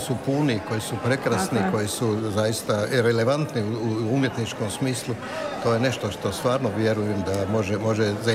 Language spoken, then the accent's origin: Croatian; Rijeka, Primorje-Gorski Kotar County, Croatia; ja sam Riječanin rodom.